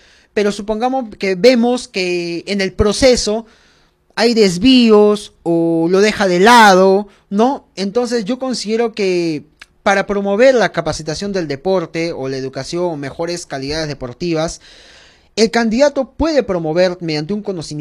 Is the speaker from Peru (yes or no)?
yes; Peru